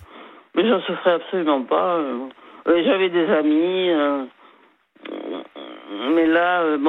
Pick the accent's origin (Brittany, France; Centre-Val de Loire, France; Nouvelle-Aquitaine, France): Nouvelle-Aquitaine, France; Bordeaux; born there; accent: southwestern; moved away as an adult; also born or lived in Paris / Angoulême; je suis née à Bordeaux, oui.